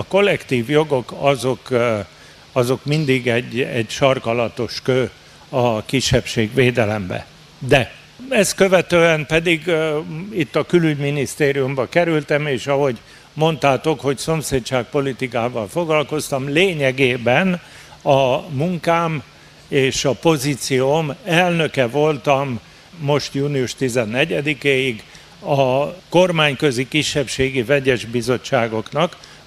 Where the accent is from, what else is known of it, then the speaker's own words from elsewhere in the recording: Brașov, Brașov County, Romania; moved away as an adult; now in Szeged, Hungary; brassói születésű vagyok, életem első 30 évét itt éltem le Erdélybe, házasságomat követően Szegedre kerültem